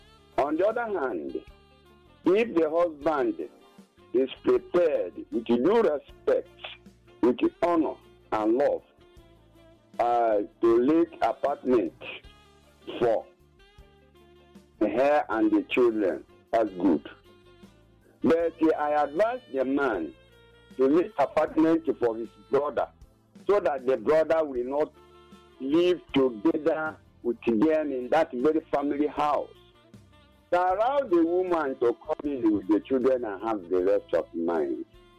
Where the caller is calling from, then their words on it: Nigeria; I'm calling from Iskoko, my non-local government area.